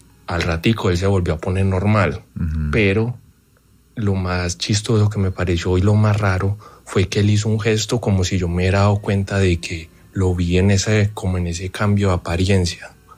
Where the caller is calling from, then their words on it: Envigado, Antioquia, Colombia; Desde Envigado, Antioquia.